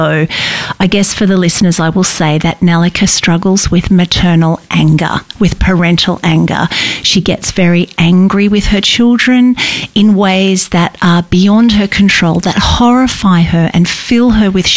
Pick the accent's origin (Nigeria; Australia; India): Australia; Sydney, New South Wales; moved away as an adult; now in Victoria, Australia; I grew up in Sydney. That was my home. I have a very particular self in Sydney, and I came to live in Victoria in my early 30s